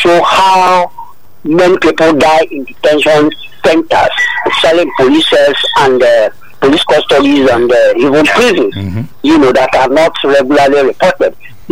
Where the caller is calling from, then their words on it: Lagos, Nigeria; I'm calling from Abaranja and Ekotu.